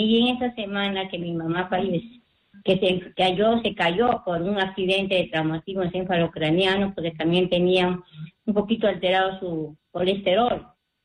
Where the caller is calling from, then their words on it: Huacho, Lima, Peru; estoy llamando de Guacho … de Voluntad.